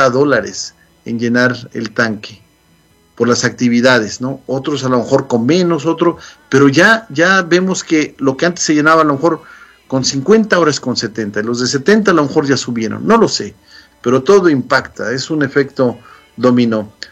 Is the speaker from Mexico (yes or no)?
yes; Mexico; now in United States; como mexicano lo digo